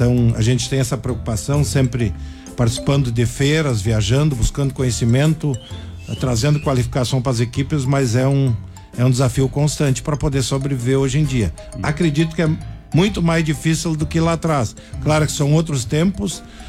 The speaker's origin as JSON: {"language": "Portuguese", "town": "Cruzeiro do Sul", "region": "Rio Grande do Sul", "country": "Brazil", "said": "eu sou do interior do Cruzeiro do Sul, Picada São Gabriel. Atividade principal era filho de agricultores, né?"}